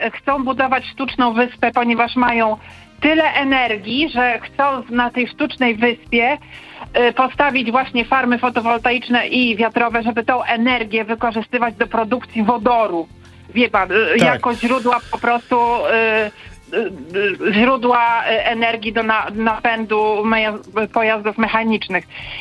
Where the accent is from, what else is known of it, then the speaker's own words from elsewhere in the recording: Warmian-Masurian Voivodeship, Poland; Wie pan co, ja pochodzę z Warmii i Mazur i wydaje mi się, że u nas te firmy, słupy jak grzyby po deszczu wyrastają